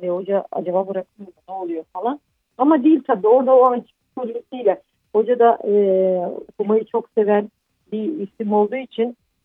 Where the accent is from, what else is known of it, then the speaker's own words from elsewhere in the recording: Black Sea Region, Turkey; Hani bizim taraftarımız kızdığı zaman biliyorsunuz Karadenizliyiz.